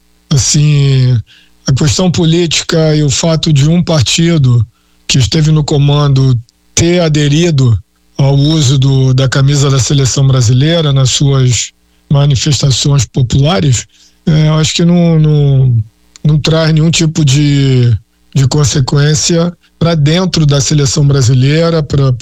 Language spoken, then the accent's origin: Portuguese; Brazil; Todos somos brasileiros